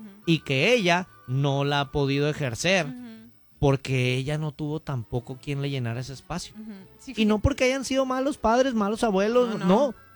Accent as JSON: {"language": "Spanish", "country": "Mexico", "said": "como mexicanos tenemos una cultura muy hermosa, muy bella"}